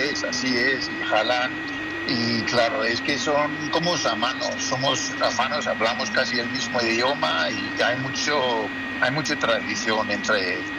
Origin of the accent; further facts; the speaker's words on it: Spain; Yo soy español, pero no vale, solamente he podido votar una cosa, ¿no?